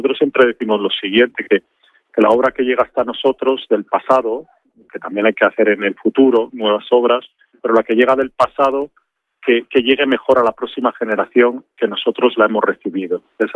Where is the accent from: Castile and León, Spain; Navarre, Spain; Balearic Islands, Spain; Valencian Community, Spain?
Castile and León, Spain; Salamanca; yo que vengo de Salamanca, descubrir todo esto aquí de Tui, descubrir Oia, descubrir Bayona, Vigo